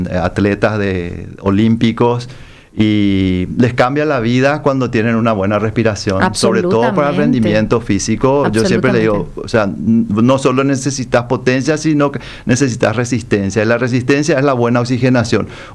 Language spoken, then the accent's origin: Spanish; Paraguay; born there; also born or lived in Buenos Aires, Argentina; Nací en Paraguay y soy paraguayo orgulloso